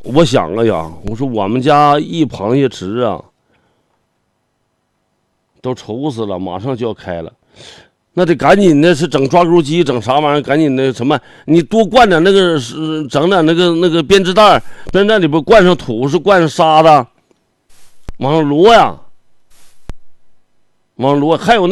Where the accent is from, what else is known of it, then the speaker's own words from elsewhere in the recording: Heilongjiang, China; moved away; 我们黑龙江那边